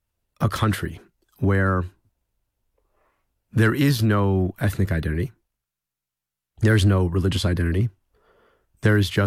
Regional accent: United States

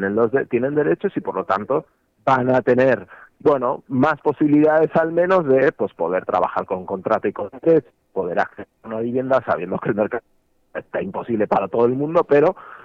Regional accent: Aragon, Spain; born there; como yo, que somos aragoneses, que hemos nacido en Aragón, pero que no somos blancos

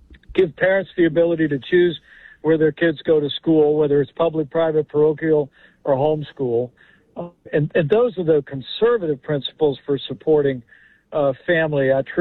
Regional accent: Indiana, United States; born or raised there

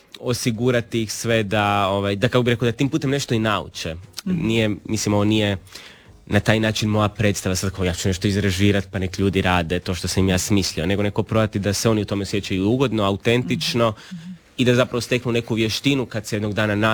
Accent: Croatia

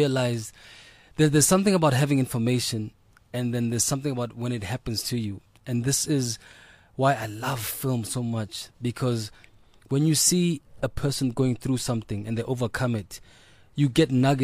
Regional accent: South Africa; also born or lived in Butterworth; as a South African

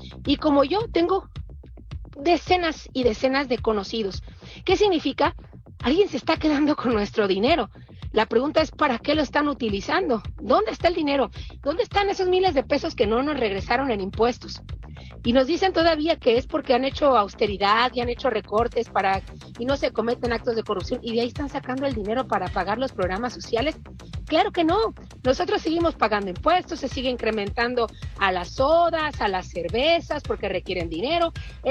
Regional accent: Mexico; si no somos los mexicanos los que estamos pagando todos los programas sociales

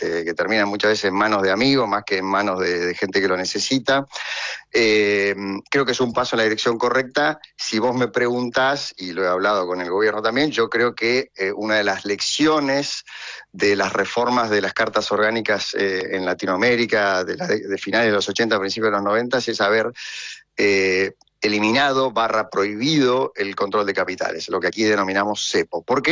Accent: Argentina

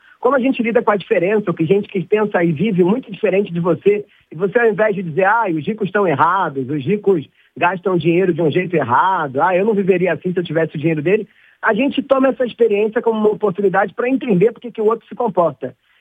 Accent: Rio de Janeiro, Brazil; now in São Paulo, Brazil; Eu sou carioca, hoje moro em São Paulo, mas estou animadíssimo para esse reencontro com a cidade, que é de onde eu saí, de onde eu formei boa parte do meu jeito de pensar, do meu jeito de falar

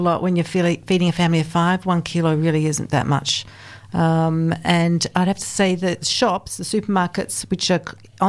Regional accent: Australia; now in Ticino, Switzerland; I love Switzerland and I feel part of the community and I've been welcomed there, but I think in my heart I'm Australian.

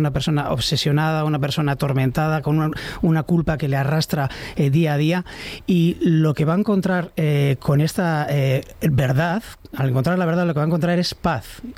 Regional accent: Recalde, Basque Country, Spain; yo soy de Recalde y entonces yo he estudiado en la Ikastola Urretxindorra y en San Adrián, cuando no existía Miribilla, y entonces era la mina del Morro.

